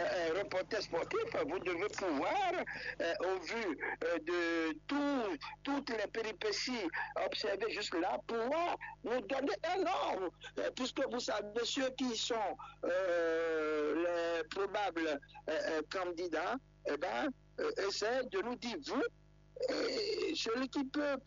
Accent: Benin; Nous sommes des Béninois.

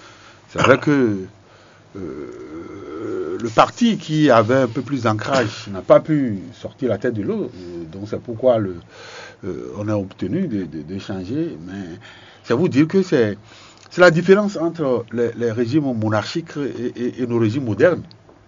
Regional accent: Benin

